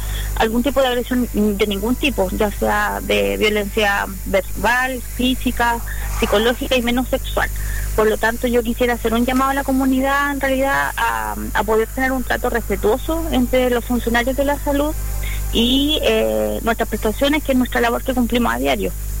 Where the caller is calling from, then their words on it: Coronel, Biobío, Chile; soy presidenta de AFUSAM Coronel, el gremio de los trabajadores de la salud y atención primaria de nuestra comuna.